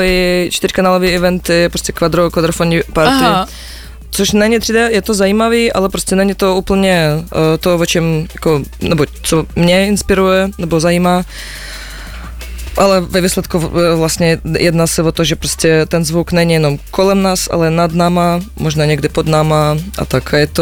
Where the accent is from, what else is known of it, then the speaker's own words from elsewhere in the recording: Minsk, Belarus; moved away as an adult; now in Czech Republic; Já jsem byla na střední v Bělorusku, já právě pocházím z Minsku